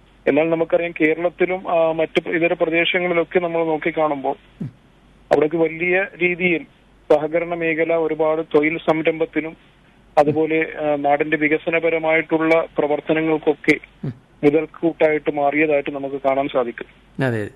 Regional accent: Kavaratti, Lakshadweep, India; ഞാൻ കവരത്തി ദ്വീപ് സ്വദേശിയാണ്.

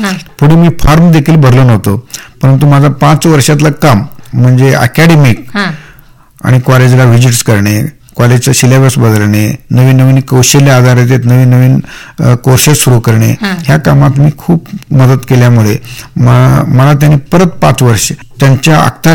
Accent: Tikondi, Maharashtra, India; मी स्वतःहून तिकोंडीतनं शिकून तिकोंडीचं जन्म घेऊन मी बाहेर शिकत होतो आणि माझ्या गावी शिकायला बाहेर येत होता.

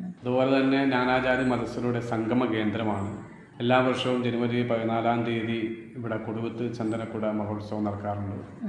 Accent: Kanhimattam, Kerala, India; ഞാൻ കാഞ്ഞിമറ്റം സ്വദേശിയാണ്.

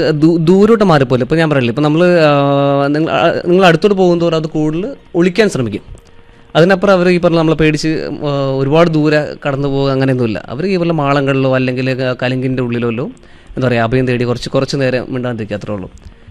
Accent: Thiruvananthapuram, Kerala, India; now in Kannur, India; ഞാൻ ട്രിവാൻഡ്രത്തിലുള്ള ഒരാളാണ്. ഞാൻ തിരുവനന്തപുരംകാരനാണ്, കണ്ണൂർ വന്ന് പെട്ടാണ്.

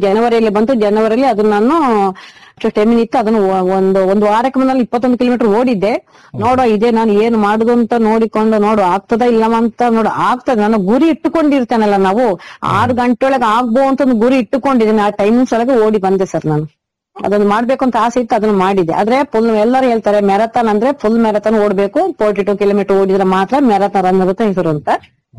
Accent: Karnataka, India; also born or lived in Kodagu; ಇಲ್ಲಿ ತೋಡಿಕಂದ ನಮ್ಮ ಊರಿನವರು ಸಹ ನನ್ನ ಮೇಲೆ ಒಂದು ಹೆಮ್ಮೆ ಇಡ್ತಾರೆ ಸರ್.

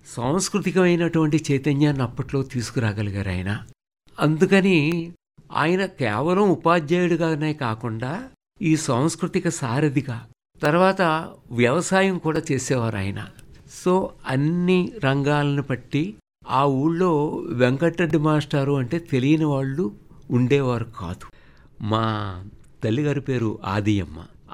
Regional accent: Pasalapudi, Andhra Pradesh, India; నా స్వగ్రామం తూర్పుగోదావరి జిల్లాలోని రామచంద్రపురం దగ్గరుండేటువంటి పసలపూడి అనేటువంటి ఊరు.

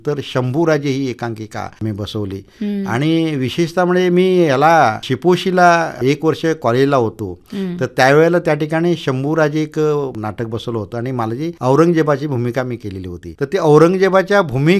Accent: Konkan, India

